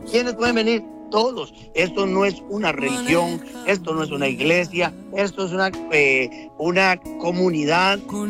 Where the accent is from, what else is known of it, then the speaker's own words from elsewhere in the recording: Costa Rica; soy de Costa Rica.